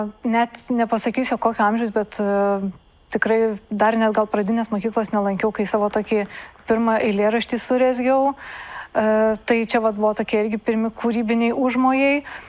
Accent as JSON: {"language": "Lithuanian", "town": "Alytus", "region": "Alytus County", "country": "Lithuania", "tie": "born or raised there", "said": "Aš esu iš Alytaus."}